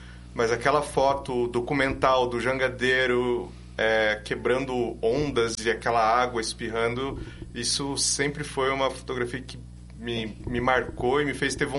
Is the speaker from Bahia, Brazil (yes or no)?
no; Curitiba, Paraná, Brazil; Sou curitibano.